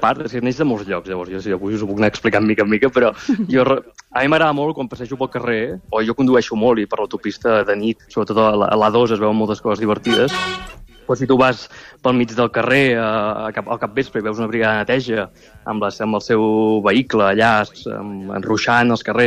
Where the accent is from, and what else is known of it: Mataró, Catalonia, Spain